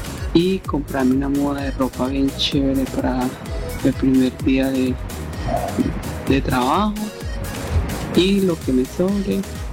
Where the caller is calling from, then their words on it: Antioquia, Colombia; Vivo en Urabá